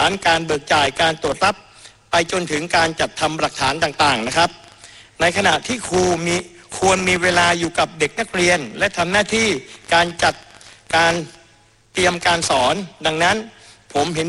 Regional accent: Surat Thani, Thailand; เช่นผมเป็นคนจังหวัดสุราษฎร์ธานีดังคำฝันคือเมืองร้อยเกาะ

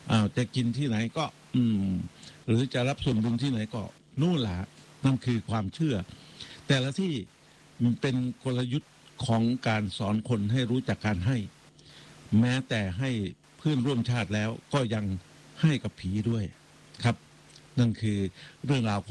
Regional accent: Nakhon Ratchasima, Thailand; born there; moved away as an adult; also born or lived in Khon Kaen / Chaiyaphum / Kalasin; กำเนิดหรือเกิดที่จังหวัดนครราชสีมาแต่มาเติบโตมาทำการทำงานที่ภาคอีสานนะครับคือขอนแก่นชัยภูมิกาฬสินธุ์นะมารู้จักประเพณีเรื่องราวของศาสตร์อีสานเมื่ออายุ21ปีแล้วดังนั้นจึงเป็นคนสองภูมิภาคคือสองจังหวัด

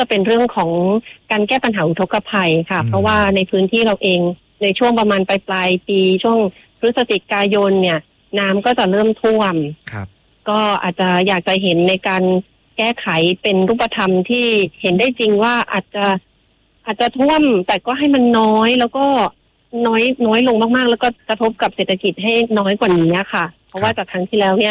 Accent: Krasae Sin, Songkhla, Thailand; ดิฉันเป็นเด็กกระแสสินค่ะเป ็ นคนกระแสสิน

